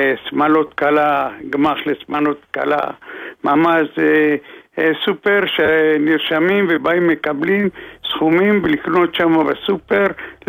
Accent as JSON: {"language": "Hebrew", "town": "Jerusalem", "region": "Jerusalem District", "country": "Israel", "said": "אני מירושלים, מרמת שלמה."}